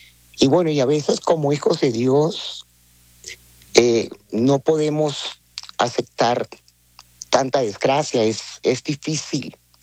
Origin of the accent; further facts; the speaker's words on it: Venezuela; moved away; yo lloro como venezolana